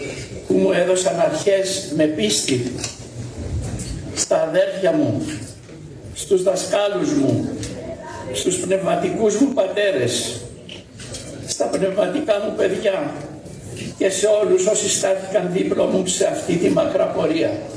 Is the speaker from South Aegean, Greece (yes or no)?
yes; Amorgos, South Aegean, Greece; born there; ο οποίος μου δόθηκε στον τόπο μου, τη γενέθειρά μου, δια του Δήμου Αμοργού.